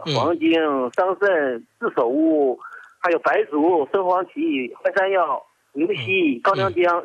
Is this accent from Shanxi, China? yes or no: yes; Shanxi, China; 我老家是山西的。